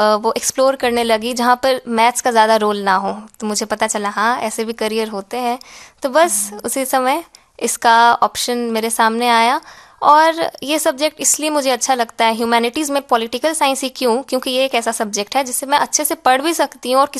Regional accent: Muzaffarpur, Bihar, India; जी मैं मूल रूप से मुजफ्फरपुर की निवासी हूँ

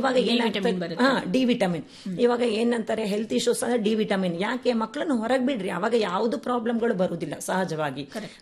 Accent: Udupi, Karnataka, India; moved away as an adult; now in Hyderabad, India; ನಾನು ಮೂಲತಃ ಶ್ರೀಕೃಷ್ಣ ಪರಮಾತ್ಮ ಹುಟ್ಟಿದ ಊರಾದ ಉಡುಪಿದ್ದು ನಾನು ಅಲ್ಲಿ, ಹಾಗೂ ನನ್ನ ತಂದೆ ತಾಯಿ, ನನ್ನ ತವರು ಮನೆ ಎಲ್ಲ ಅಲ್ಲೇ.

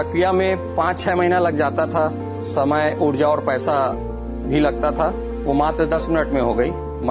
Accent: Baloda Bazar, Chhattisgarh, India; बलौदा बाजार का निवासी हूँ।

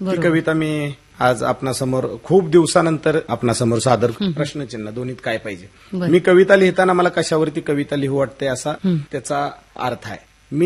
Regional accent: Solapur, Maharashtra, India; मी सांगितलं महाराष्ट्रातून आलो. त्यानंतर त्यांनी मला असं सांगितलं की महाराष्ट्रातून कुठून आलास विचारलं. त्यावेळेस मी सांगितलं सोलापुरातून.

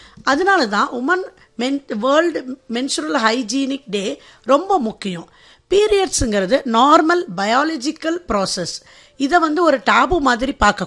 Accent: Coimbatore, Tamil Nadu, India; நான் கோயம்புத்தூர்லேயே பிறந்து வளர்ந்தது.

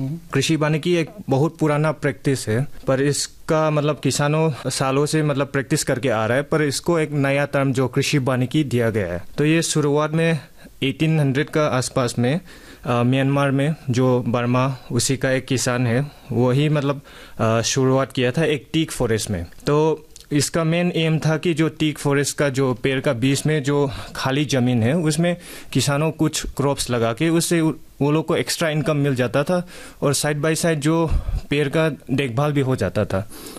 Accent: Imphal, Manipur, India; moved away; इम्फाल में जो मेरा होम टाउन है

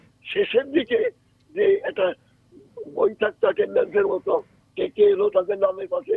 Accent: Bangladesh; now in Siliguri, India; ছোটবেলায় আমাদের গ্রামে একটা সমাজ সেবামূলক প্রতিষ্ঠান ছিল বাংলাদেশে

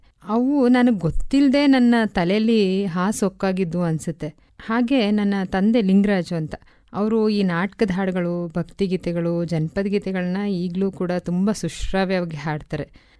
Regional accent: Badagalapura, Karnataka, India; ಕಾಡಂಚಲ್ಲಿರೋ ಸುಂದರವಾದ ಊರು ನಮ್ಮ ಬಡಗಲಪುರ. ಅದು ಮೊದಲು ಎಸ್ಟಿಕೋಟೆ ತಾಲೂಕಲ್ಲಿತ್ತು, ಈಗ ಅದು ಸರ್ಗೂರು ತಾಲೂಕಾಗಿದೆ.

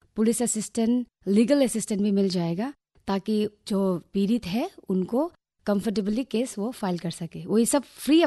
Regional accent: Haflong, Assam, India; मैं हाफलोंग की रहने वाली हूँ।

